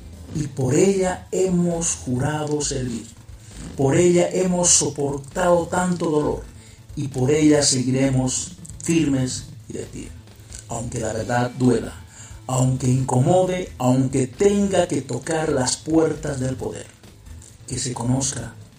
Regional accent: Bolivia; me dolió como boliviano que soy.

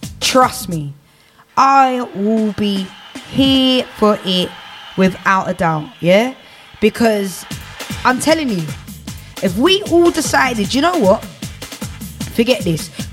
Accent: United Kingdom; born there; I was born in this country.

